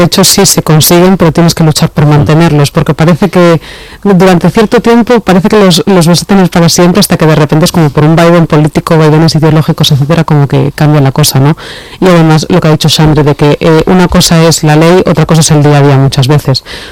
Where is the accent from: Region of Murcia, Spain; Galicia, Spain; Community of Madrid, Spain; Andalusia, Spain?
Community of Madrid, Spain; Madrid; yo soy de Madrid, allí las cosas estaban atascadísimas